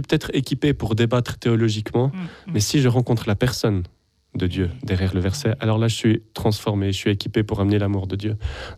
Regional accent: Switzerland; Je suis suisse, nous on dit 71, hein, mais 71. Mon épouse est française, donc j'apprends à dire les chiffres à la française.

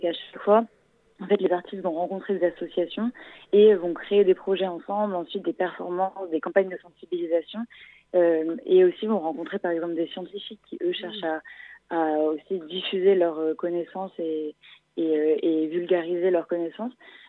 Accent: Laval, Pays de la Loire, France; je viens de Laval

